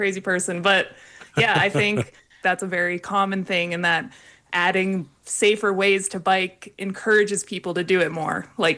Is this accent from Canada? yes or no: yes; Grande Prairie, Alberta, Canada; now in Vancouver, Canada; I grew up in Grand Prairie, Alberta, not a huge biking city. In fact, quite the opposite.